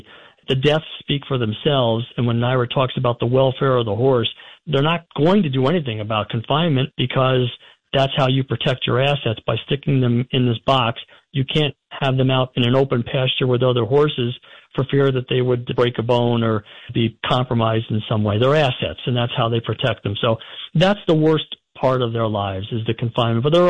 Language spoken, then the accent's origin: English; New York, United States; Growing up in this area, I was born and raised in the Capital Region, so I know full well how big a part of the culture, the community Saratoga Racecourse is.